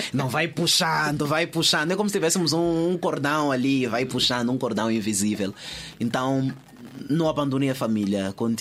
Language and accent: Portuguese; Mozambique; now in Portugal; Eu sou moçambicano.